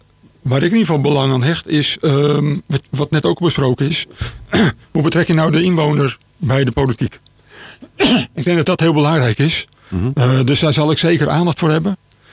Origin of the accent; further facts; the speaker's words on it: Soest, Utrecht, Netherlands; Ik ben 60 jaar, geboren en getogen in Soest.